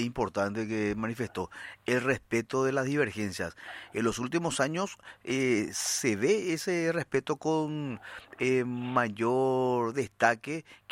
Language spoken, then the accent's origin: Spanish; Paraguay